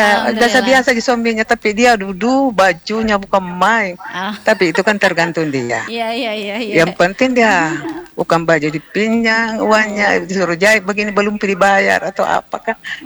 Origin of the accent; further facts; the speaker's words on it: Makassar, South Sulawesi, Indonesia; Saya Bugis Makassar juga ada boneku ada ini tapi tidak pernah saya lihat